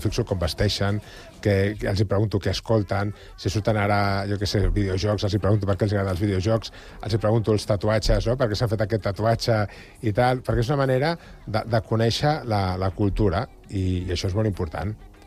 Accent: L'Hospitalet de Llobregat, Catalonia, Spain; Jo soc d'Hospitalet, no? Ja l'hi deia abans a la Carme, no? I un punt de flamenquilla d'Hospitalet també el porto.

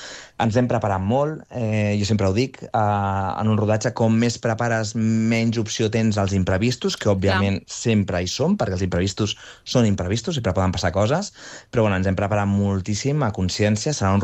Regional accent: Castellazuelo, Aragon, Spain; I dic, ostres, és que no he rodat mai al meu poble, Castellazuelo, i em feia moltíssima il·lusió.

